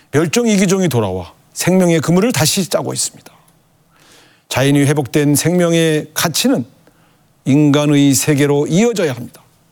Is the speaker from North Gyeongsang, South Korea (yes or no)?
no; Cheorwon, Gangwon, South Korea; 제가 태어나고 자란 철원평야도 휴전선으로 잘렸습니다.